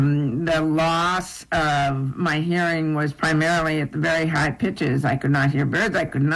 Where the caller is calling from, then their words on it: Vermont, United States; A place called the Northeast Kingdom, about 20 miles south of the Canadian border.